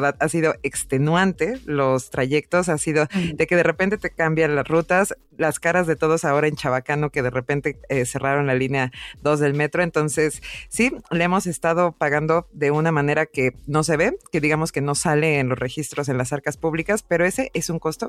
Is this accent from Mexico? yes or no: yes; Mexico; nosotros como mexicanas y mexicanos.